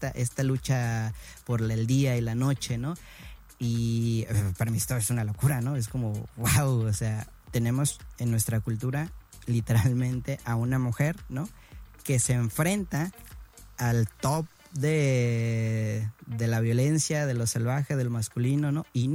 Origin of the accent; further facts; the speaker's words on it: Mexico City, Mexico; yo soy de Ciudad de México